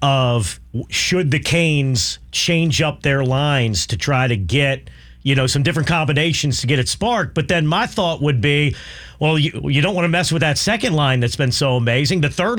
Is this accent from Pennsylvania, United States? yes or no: yes; York, Pennsylvania, United States; I'm from York, Pennsylvania, originally. I grew up, I didn't go to Penn State, but I grew up as a kid, like as a Penn State fan.